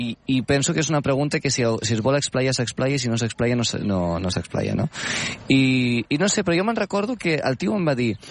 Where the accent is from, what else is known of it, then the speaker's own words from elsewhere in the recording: Barcelona, Catalonia, Spain; Sí, jo sóc de Sant Andreu.